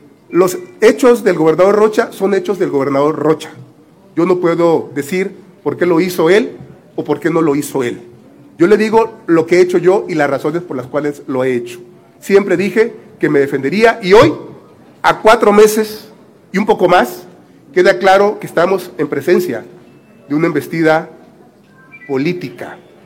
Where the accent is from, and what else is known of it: Badiraguato, Sinaloa, Mexico